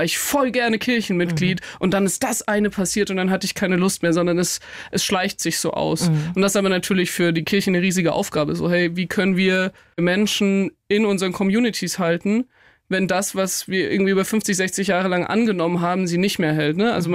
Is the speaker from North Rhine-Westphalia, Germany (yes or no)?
no; Nittenau, Bavaria, Germany; ich bin in Nittenau aufgewachsen, das ist wirklich mitten im Bayerischen Wald, also in der Oberpfalz.